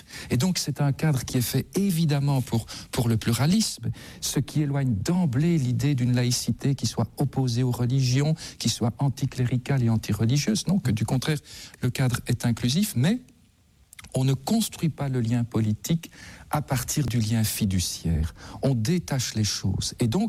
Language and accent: French; Belgium; Exactement comme pour chez nous, en Belgique, la question du mariage homosexuel.